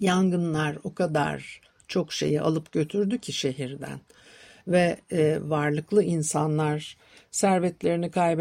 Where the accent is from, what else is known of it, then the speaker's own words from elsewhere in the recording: Istanbul, Turkey; Ben Metiler'de, Arnavutköy sırtlarında büyüdüm.